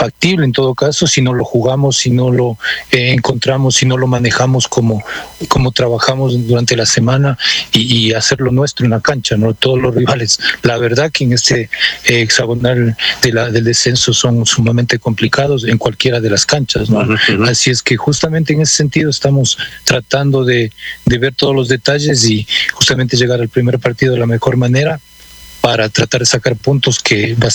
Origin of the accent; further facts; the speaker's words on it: Riobamba, Chimborazo, Ecuador; moved away; yo soy de Riobamba